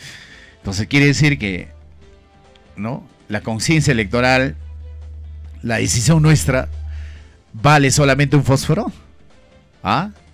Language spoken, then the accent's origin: Spanish; Ancash, Peru; a usted, a mí, que somos pobladores de Independencia